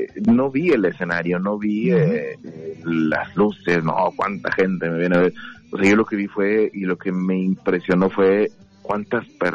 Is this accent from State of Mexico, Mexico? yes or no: yes; Toluca, State of Mexico, Mexico; now in near Mexico City, Mexico; Soy originario de Puerto Luca, pero sí radico ahí cerca de la Ciudad de México